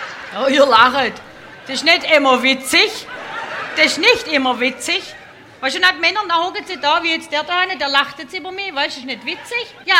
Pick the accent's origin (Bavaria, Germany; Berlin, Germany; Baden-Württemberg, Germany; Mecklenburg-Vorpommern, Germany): Baden-Württemberg, Germany; Nein, wir sind halt Schwabe. Ich bin sehr stolz, ein Schwabe zu sein. Und ich schwätze auch gern Schwäbisch.